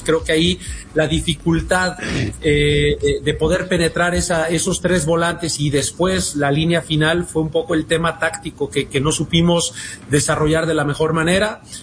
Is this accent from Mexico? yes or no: yes; Mexico; y pues también somos mexicanos y apoyamos a todos los que juegan en la selección de México